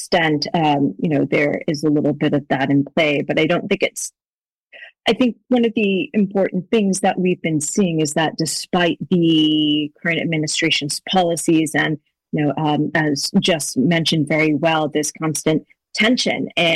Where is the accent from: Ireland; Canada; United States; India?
United States; Boston, Massachusetts; One, Boston. I'm originally from Boston